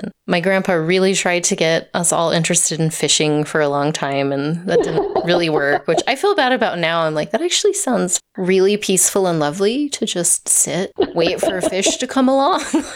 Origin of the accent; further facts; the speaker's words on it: Four Corners, United States; I grew up here right in the Four Corners, and just in my life, like seeing the changes in the weather patterns and snow and how we use water. I grew up in a pretty small town that's mostly agricultural.